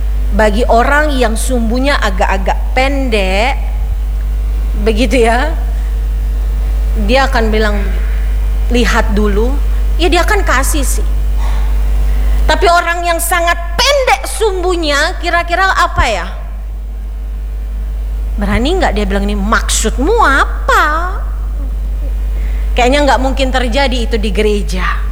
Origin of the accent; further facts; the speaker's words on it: Indonesia; Kita orang Indonesia terkenal akan etikanya. Kita orang Indonesia itu terkenal akan kesopanannya